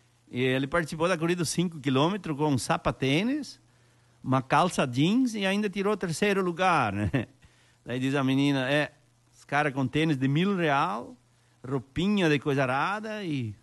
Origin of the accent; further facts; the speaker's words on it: Pinhalzinho, Brazil; Todos ouvem o rádio, Limãozinho, ó. Pode ser qualquer uma aí. Eu sou de Pinhalzinho, obrigado.